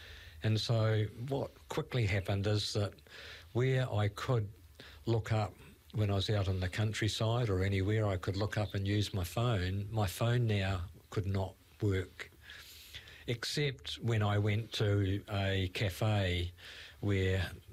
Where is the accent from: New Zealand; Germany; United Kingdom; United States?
New Zealand; I'm a Kiwi